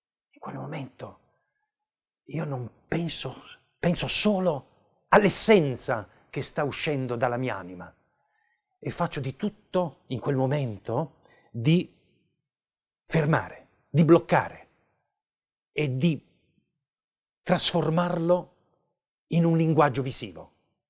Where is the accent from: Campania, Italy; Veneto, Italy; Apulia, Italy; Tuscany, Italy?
Apulia, Italy; poi inserisco un grande sasso, che è un sasso della mia terra, delle Murge, e compongo la meteora